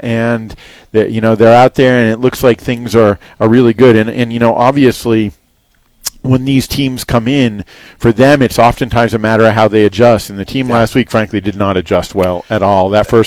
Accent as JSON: {"language": "English", "region": "Northeast", "country": "United States", "moved": "yes", "said": "I'm from the Northeast."}